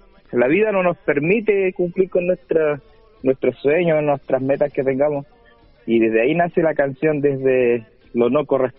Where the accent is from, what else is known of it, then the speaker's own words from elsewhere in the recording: Los Ríos, Chile; yo soy un artista independiente de la región de Los Ríos